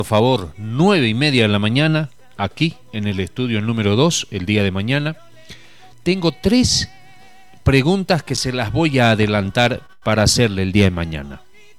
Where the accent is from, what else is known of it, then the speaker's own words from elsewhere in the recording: Vallegrande, Santa Cruz, Bolivia; soy boliviano, ¿no es verdad? Soy vallegrandino, soy cruceño y soy boliviano.